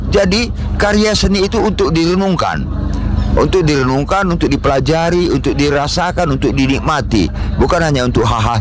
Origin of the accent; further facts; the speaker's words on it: North Sumatra, Indonesia; Dan kita dari Sumatera Utara, terutama kami ya, termasuk teater Delik dan tim teater anak negeri dan kelompok-kelompok teater yang lain, kita masih punya ideologi teater itu loh.